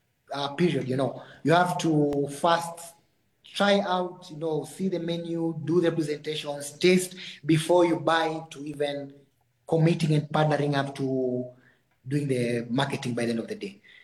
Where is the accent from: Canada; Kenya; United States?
Kenya; now in Botswana; I'm from Kenya. Definitely, I'm a Kenyan chef, but I'm currently based in Botswana.